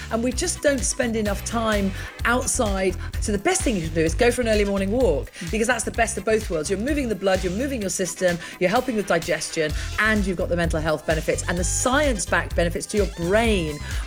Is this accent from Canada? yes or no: no; Ireland; born there; I was number 1 in the UK, and I was like, but I want to be number 1 in Ireland as well, because I was born in Ireland.